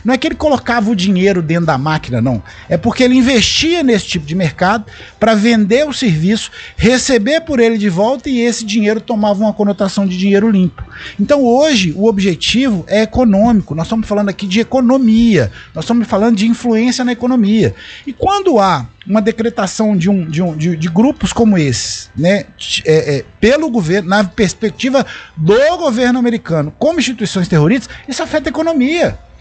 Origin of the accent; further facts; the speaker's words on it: Brazil; nós que somos brasileiros